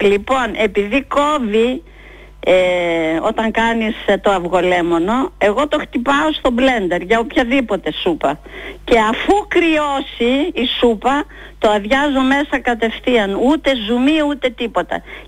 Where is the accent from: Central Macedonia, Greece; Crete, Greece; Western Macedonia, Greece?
Western Macedonia, Greece; Amyntaio; moved away; εγώ κατάγομαι από το Αμίνδεο